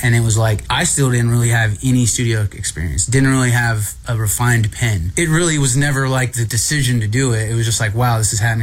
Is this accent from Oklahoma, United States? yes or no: yes; Tulsa, Oklahoma, United States; moved away as an adult; I'm from Tulsa, but moved here 18, haven't left.